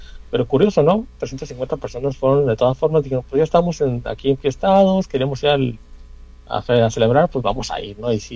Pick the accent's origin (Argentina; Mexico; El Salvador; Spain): Mexico